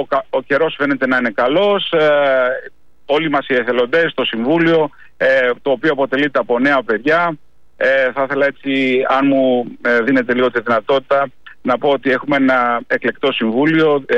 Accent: Western Greece, Greece; Εγώ είμαι Αχαιός.

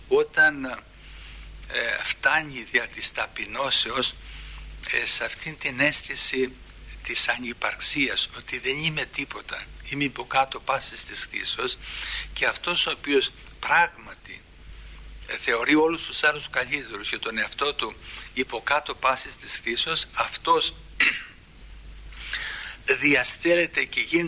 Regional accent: Greece; είναι μεγάλη ευλογία που είμαστε Έλληνες βαπτισμένοι στο όνομα του Πατρός και του Αγίου Πνεύματος.

